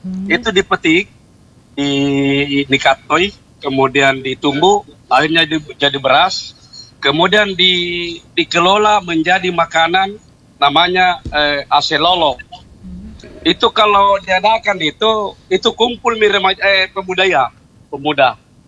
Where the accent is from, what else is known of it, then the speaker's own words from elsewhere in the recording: Makassar, South Sulawesi, Indonesia; Jadi memang terbukti kita Bugis Makassar.